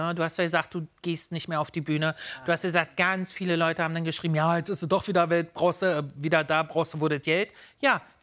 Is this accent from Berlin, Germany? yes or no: yes; Berlin, Germany; Und ich komme aus Berlin.